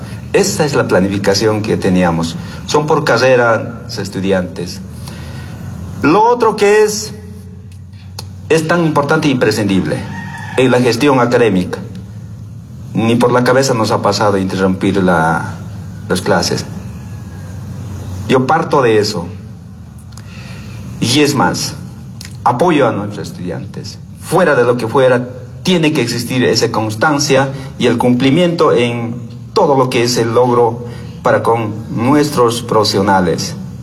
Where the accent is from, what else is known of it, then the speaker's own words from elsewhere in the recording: Tinguipaya, Potosí, Bolivia; yo vengo de Potosí, tantos años también en parte de gestión, la dirigencia con mis comunidades, vengo del municipio de Tinguipaya